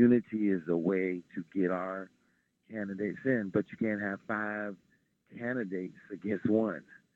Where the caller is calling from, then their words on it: Philadelphia, Pennsylvania, United States